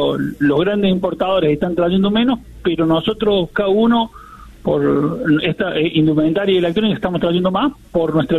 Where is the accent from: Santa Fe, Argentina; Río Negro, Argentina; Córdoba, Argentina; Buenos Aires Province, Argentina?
Córdoba, Argentina; Oncativo; Sí, me crié en Oncativo, donde son los mejores salames